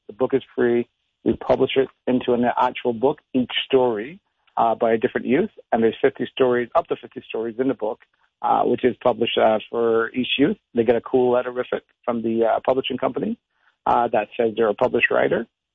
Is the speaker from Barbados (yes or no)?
yes; Barbados; I grew up back home in Barbados and then, you know, sort of running around in the streets.